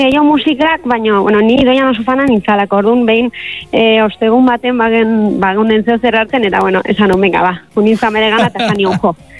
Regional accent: Pamplona, Navarre, Spain; ni Iruñakoa naiz

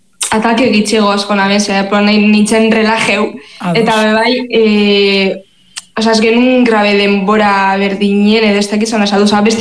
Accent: Guernica, Basque Country, Spain; Pues Gernikarra gara, dizuek, garai baten detxo lokal bardinen egoten ginen

